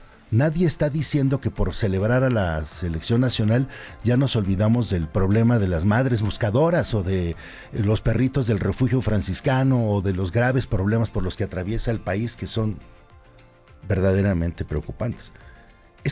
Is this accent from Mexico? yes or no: yes; Mexico; No somos los mexicanos.